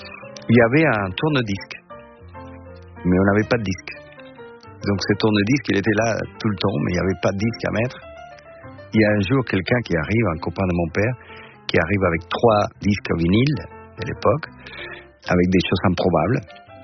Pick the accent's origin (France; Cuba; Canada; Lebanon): Cuba; Pinar del Río; French is a second language; moved away as an adult; Je suis de Pinar del Río, de la région ouest de Cuba, des terres de tabac, où il y a les meilleurs tabacs du monde d'ailleurs. Et je vis dans une maison à la campagne.